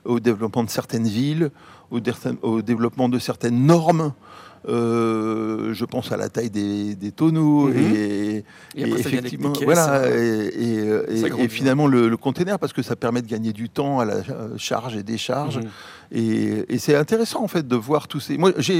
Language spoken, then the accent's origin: French; Martinique, France; born or raised there; also born or lived in Rouen, France